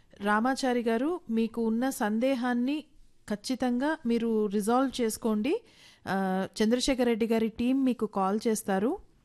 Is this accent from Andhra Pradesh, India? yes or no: no; Devarakonda, Telangana, India; ఎందుకంటే మాది దేవరకొండ, నల్గొండ జిల్లా దేవరకొండ